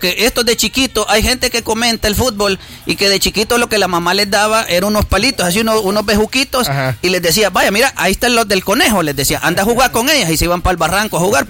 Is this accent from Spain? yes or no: no; El Salvador; soy salvadoreño, apoyo a la selecta